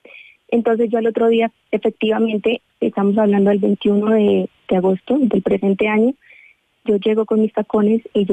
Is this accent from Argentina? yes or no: no; Tolima, Colombia; moved away; como vengo de tierra caliente, soy del Tolima